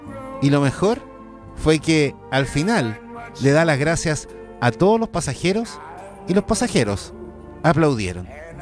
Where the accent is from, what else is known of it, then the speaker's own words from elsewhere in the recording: Chile; como chilenos podemos tener un montón de dificultades